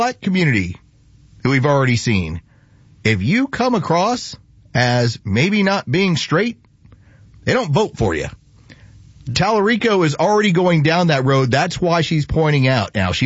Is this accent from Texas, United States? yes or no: yes; Texas, United States; All right, let me boil this down to brass tacks as a Texan.